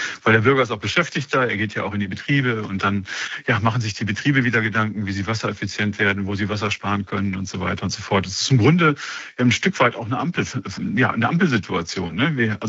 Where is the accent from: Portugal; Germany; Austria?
Germany; North Rhine-Westphalia; Ich komme ja selber auch aus dem Ruhrgebiet